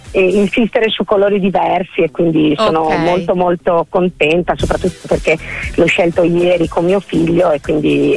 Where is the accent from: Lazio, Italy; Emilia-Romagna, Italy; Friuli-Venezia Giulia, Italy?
Friuli-Venezia Giulia, Italy; San Vito al Tagliamento; San Vito al Tagliamento.